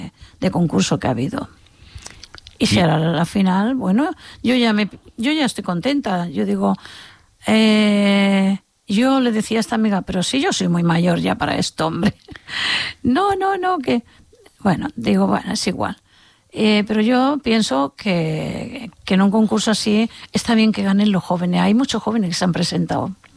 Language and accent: Spanish; La Línea de la Concepción, Andalusia, Spain; Yo soy de Cádiz, de La Línea, y dicen que allí hay un arte para esto.